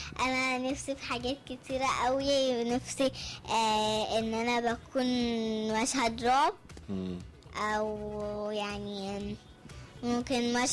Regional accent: Saudi Arabia; born there; في الاول ماما كانت رايحة كنا في السعودية وأنا اتولدت في السعودية

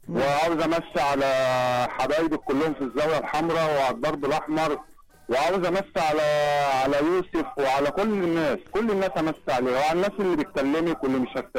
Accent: Egypt; احنا بنسمع صوتك كمصريين وكعرب

